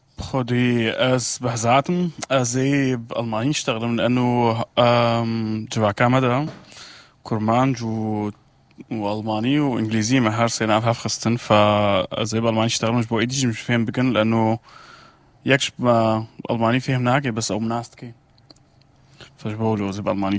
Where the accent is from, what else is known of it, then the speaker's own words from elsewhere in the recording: Rmelan, Al-Hasakah Governorate, Syria; German is a second language; also born or lived in Damascus, Syria; now in Germany; ich komme aus Rojava, Rumelan, bin da geboren, aufgewachsen und dann nach Damaskus gegangen, hab da Kunst studiert, Theaterstudie und Tanz und dann rüber nach Deutschland.